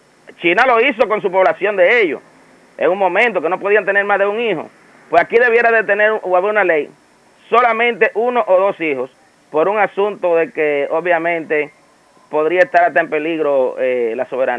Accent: Dominican Republic; yo soy nacido y criado en República Dominicana

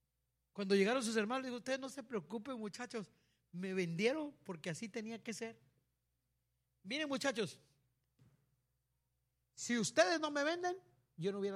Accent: Río Bravo, Tamaulipas, Mexico; born there; No, pero para mí no, porque yo nací en Río Bravo.

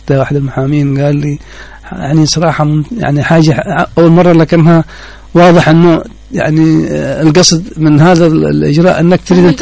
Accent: Hadramaut, Yemen; moved away as an adult; now in Dhamar, Yemen; إيش مصلحة القضاء في أن ننتقل أنا من حضرموت أو إيش مصلحة القضاء وإيش مصلحتي أنا في هذا؟

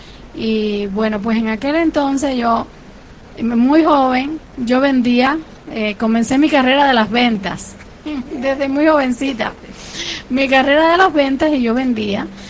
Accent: Cuba; moved away as an adult; also born or lived in Havana; Yo para aquel entonces creo que tendría 20 años y estaba en Cuba, en mi país.

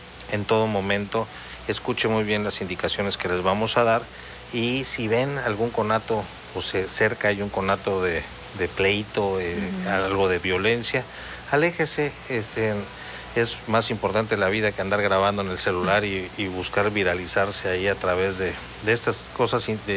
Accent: Mexico; pero pues como mexicanas y mexicanos queremos celebrar

